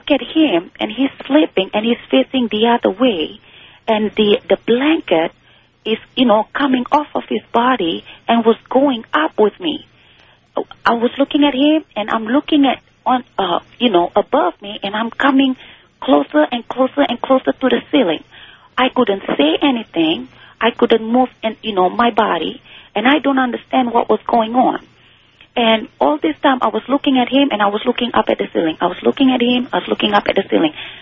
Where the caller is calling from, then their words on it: Missouri, United States; I'm calling from Missouri.